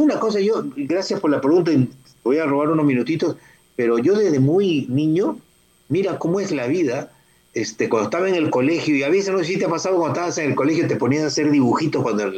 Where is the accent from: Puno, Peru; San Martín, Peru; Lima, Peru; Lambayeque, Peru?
Lima, Peru; yo crecí en La Victoria